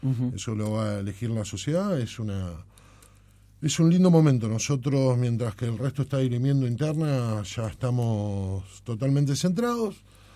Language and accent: Spanish; Ushuaia, Tierra del Fuego, Argentina; Yo soy un hombre de Ushuaia, me voy a morir acá, me van a enterrar al lado de mi viejo.